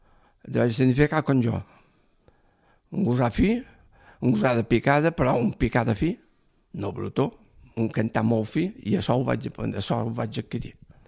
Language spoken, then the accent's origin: Catalan; Ferreries, Balearic Islands, Spain; jo vaig néixer aquí a Ferreries, i en els 9 anys van anar al camp.